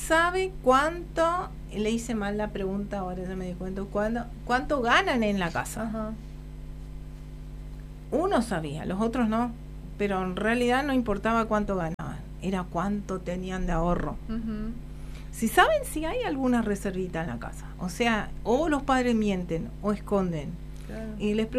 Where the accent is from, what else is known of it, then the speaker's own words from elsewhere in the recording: Puerto Rico, Misiones, Argentina; quiero recordar mi pueblo, Puerto Rico. Nos pagábamos los gastos en el secundario. Nosotros. Yo barrí las calles en el pueblo